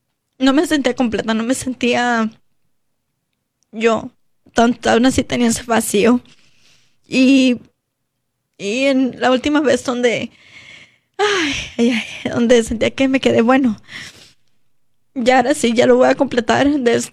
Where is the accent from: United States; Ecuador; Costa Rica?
United States; born there; also born or lived in Mexico; yo crecí aquí en Estados Unidos